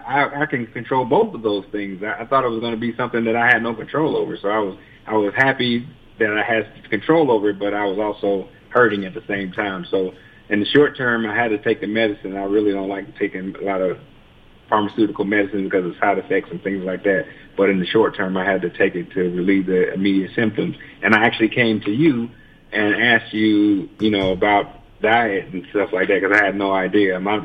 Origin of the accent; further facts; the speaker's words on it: Kensett, Arkansas, United States; I'm from Kensett, Arkansas, originally. So some people may not know where Kensett is. Born and raised there.